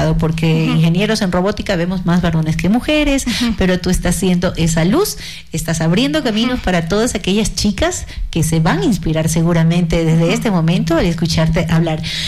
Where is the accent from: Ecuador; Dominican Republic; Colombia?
Ecuador; me siento tan orgullosa como mujer, como ecuatoriana